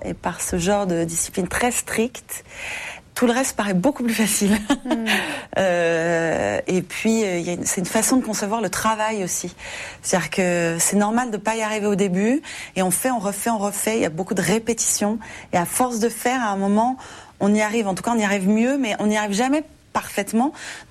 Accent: Paris, Île-de-France, France; born there; Oui, je suis née à Paris.

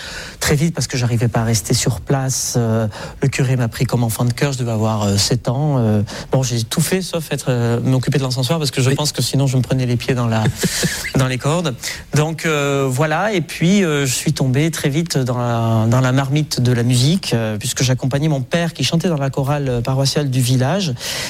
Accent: Nouvelle-Aquitaine, France; il y a 36 ans, je suis né donc au Pays Basque, dans le village d'Ayer, qui est à peu près à 20 minutes de Bayonne.

